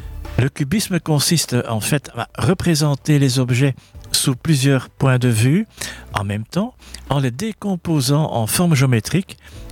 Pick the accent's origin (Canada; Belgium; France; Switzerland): Belgium; Et en tant que Belge, eh bien là j'ai vu de belles photos de deux anciens entraîneurs